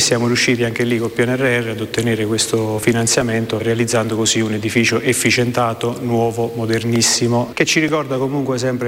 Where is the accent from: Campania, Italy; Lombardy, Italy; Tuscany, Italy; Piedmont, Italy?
Campania, Italy; Sant'Angelo all'Esca; io ho sperato sin da quando ero bambino di vivere a Sant'Angelo. Ho avuto la fortuna di trovare la mia collocazione a Sant'Angelo